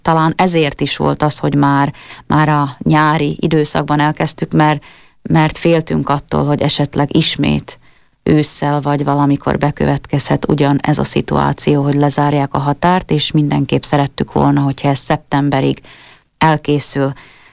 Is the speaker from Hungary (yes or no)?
no; Slovakia